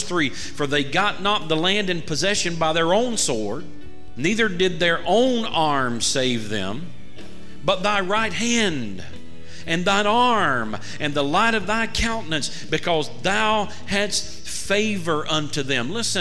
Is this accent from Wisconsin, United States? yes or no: no; Florida, United States; I'm a Republican. I am a Christian before I'm an American citizen. I'm a Christian before I'm a Floridian.